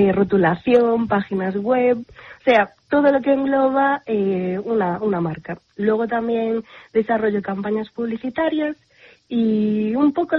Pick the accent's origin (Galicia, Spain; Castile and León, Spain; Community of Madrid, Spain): Galicia, Spain; Pontedeume; hacerlo desde Pontedeume, desde mi pueblo